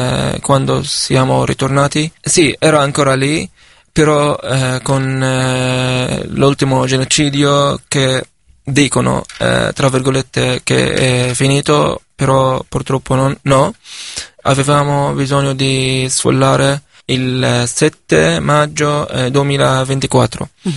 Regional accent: Rafah, Gaza Strip, Palestine; moved away; sono nato e cresciuto a Rafah, ho vissuto tutta la mia vita lì. Solo durante la guerra di 2014 avevamo bisogno di uscire da lì, sfollare

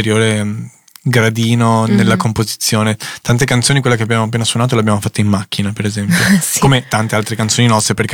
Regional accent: Venice, Veneto, Italy; Beh, sono veneziano, guido coi piedi, quindi.

